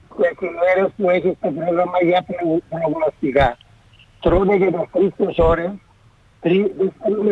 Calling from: Famagusta, Famagusta District, Cyprus; και είμαι από τη Μαρωσίνη

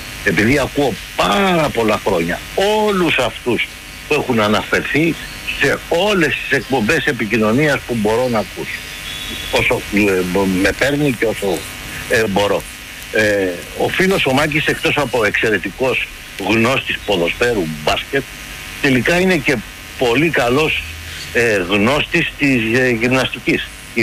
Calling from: Neo Faliro, Attica, Greece; από το Νέο Φάλιρο.

